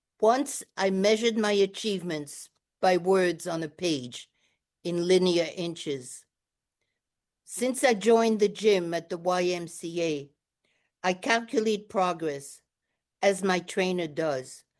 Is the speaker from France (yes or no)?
yes; France; first language French; English is a second language; now in United States; My first language was French. I spoke that with my parents after we came to the United States. So I'm still a French speaker, but I'm not a very good writer in French.